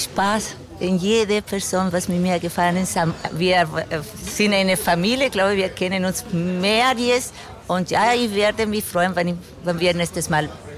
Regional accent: Chile; now in Linz, Austria; Ich komme aus Chile und ich bin seit 32 Jahren in Österreich.

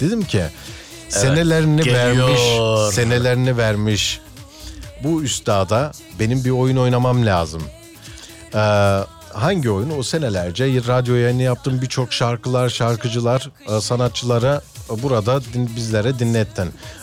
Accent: Kayseri, Turkey; Bursa'dan Uşak'a geçtik, Uşak'tan ise Antalya'ya. Sonrasında

